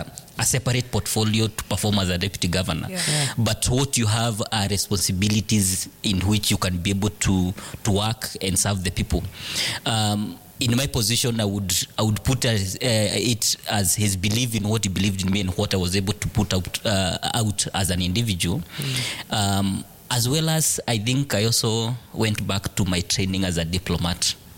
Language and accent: English; Murang'a County, Kenya; I come from the lower side of Muranga. I come from Katanga constituency.